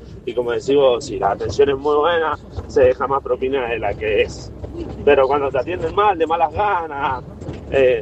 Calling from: Maipú, Argentina; de Maipú.

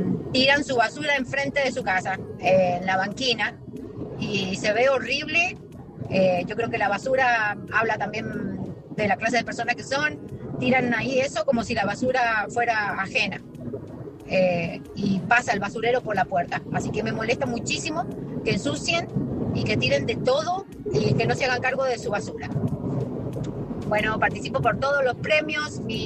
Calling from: San Martín, Mendoza, Argentina; del Central, de San Martín, Mendoza.

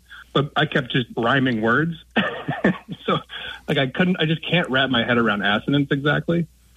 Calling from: Los Angeles, California, United States; I'm from Los Angeles.

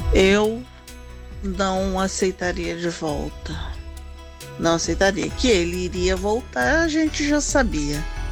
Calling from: Campos dos Goytacazes, Rio de Janeiro, Brazil; eu falo de Campos do Goytacazes.

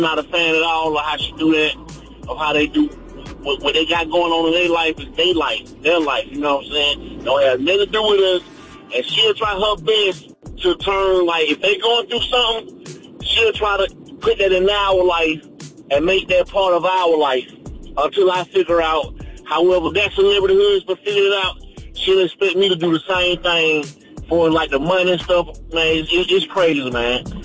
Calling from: Atlanta, Georgia, United States; How you doing? … I'm from Atlanta.

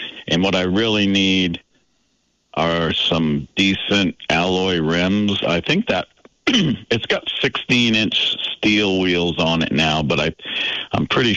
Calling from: Danville, Vermont, United States; I'm calling from Danville

